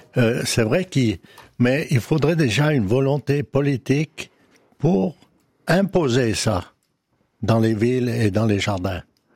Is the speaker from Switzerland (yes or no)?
yes; Valais, Switzerland; Non, moi, je souffre pas, je suis valaisan. On souffre de cette chaleur.